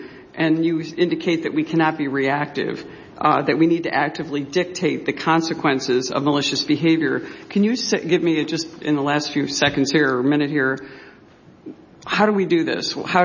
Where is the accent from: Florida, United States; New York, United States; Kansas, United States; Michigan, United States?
New York, United States; look no further than my home state of New York.